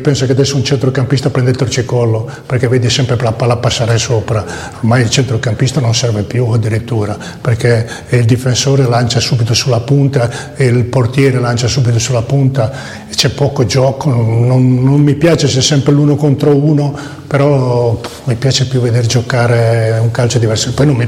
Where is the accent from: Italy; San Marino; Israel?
San Marino; sono di San Marino